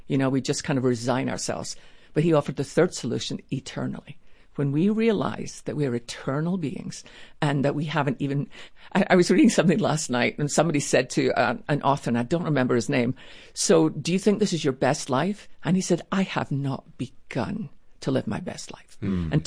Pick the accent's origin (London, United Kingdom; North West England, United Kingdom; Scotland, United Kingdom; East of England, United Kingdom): Scotland, United Kingdom; because I'm Scottish and we use everything.